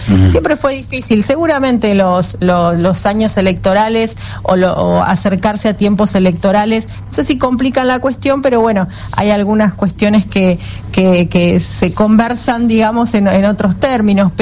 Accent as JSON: {"language": "Spanish", "town": "Ushuaia", "region": "Tierra del Fuego", "country": "Argentina", "said": "Soy de Ushuaia, exactamente."}